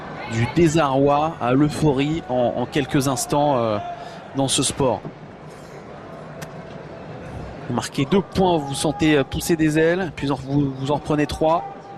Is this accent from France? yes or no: yes; France; en tant que Français